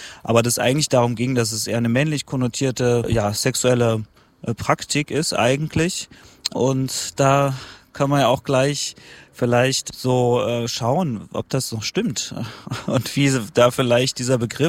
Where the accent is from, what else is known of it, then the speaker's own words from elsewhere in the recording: Halle, Saxony-Anhalt, Germany; born there; Ich muss auch dazu sagen, ich bin in Halle geboren.